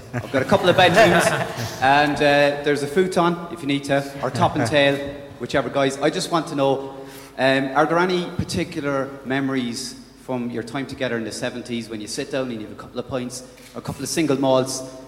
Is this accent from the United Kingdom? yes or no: no; Amsterdam, North Holland, Netherlands; from Amsterdam, Holland.